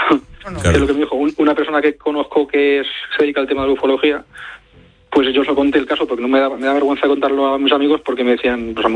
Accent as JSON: {"language": "Spanish", "town": "Madrid", "region": "Community of Madrid", "country": "Spain", "said": "Pues mire, yo tengo 46 años, soy de Madrid."}